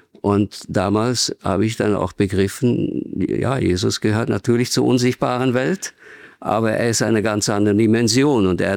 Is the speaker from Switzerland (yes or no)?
yes; Zurich, Switzerland; Ja, ich bin ja in der Schweiz aufgewachsen, in der Nähe von Zürich.